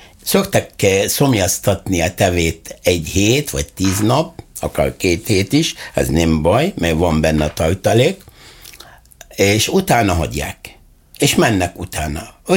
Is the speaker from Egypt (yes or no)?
yes; Egypt; Hungarian is a second language; moved away as an adult; now in Hungary; egyiptomi vagyok